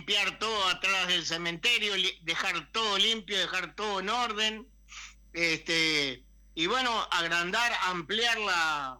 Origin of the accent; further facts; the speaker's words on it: Pueblo Sequeira, Artigas, Uruguay; now in Salto, Uruguay; Y en mi pueblo, ¿no? Pueblo Sequeira, toda gente buena, toda gente linda, contrabandistas